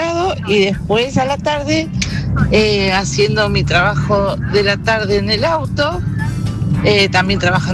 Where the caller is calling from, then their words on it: Ingeniero White, Buenos Aires Province, Argentina; soy de Ingeniero Guay.